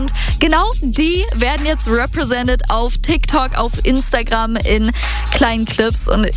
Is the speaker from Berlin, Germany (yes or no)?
no; Mecklenburg-Vorpommern, Germany; Ich komme ja aus Mecklenburg-Vorpommern